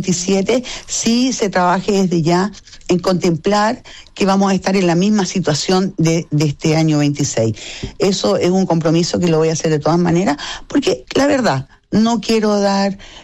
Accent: Chile

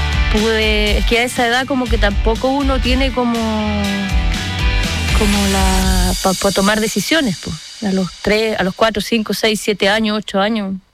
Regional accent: San Antonio, Valparaíso, Chile; born there; Me crié también mucho en San Antonio.

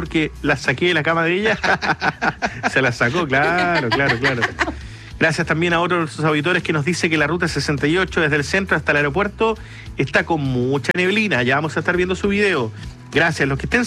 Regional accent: Temuco, Araucanía, Chile; Yo soy de Temuco, pero hace unos años estuve en Santiago y el frío de Santiago lo encontré más terrible que el frío de Temuco.

